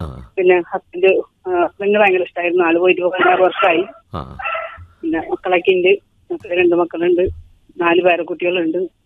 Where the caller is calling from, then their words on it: Kodungallur, Kerala, India; കൊടുങ്ങല്ലേരി.